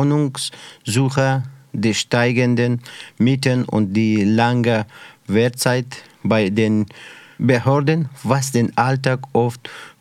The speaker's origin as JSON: {"language": "German", "country": "Afghanistan", "second_language": "German", "moved": "yes", "said": "Diese Musik ist sehr traurig und auch die ganze Sachen, was passiert in meiner Heimatland, deren diese Musik."}